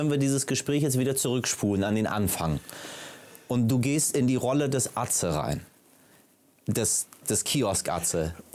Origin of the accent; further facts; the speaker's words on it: Iran; Ich bin Iraner